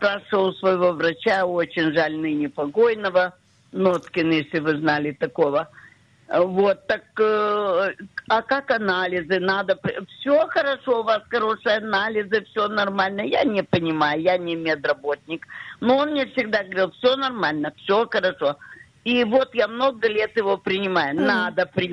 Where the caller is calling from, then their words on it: Tver, Tver Oblast, Russia; Я из Твери